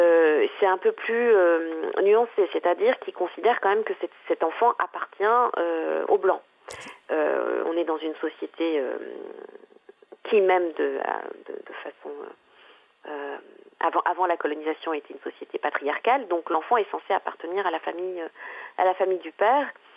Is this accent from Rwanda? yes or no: yes; Huye, Southern Province, Rwanda; la ville où je suis née, où j'ai grandi